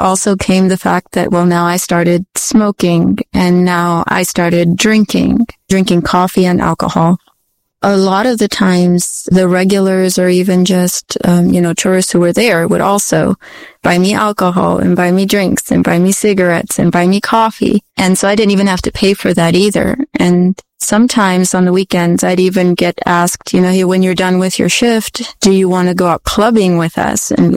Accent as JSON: {"language": "English", "country": "Germany", "tie": "born or raised there", "moved": "yes", "said": "I grew up in Germany and I went to school in Germany as well."}